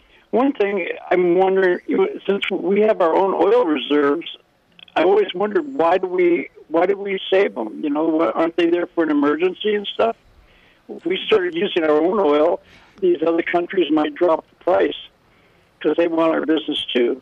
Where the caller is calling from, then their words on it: Fort Bragg, California, United States; I'm calling from Noyo Harbor.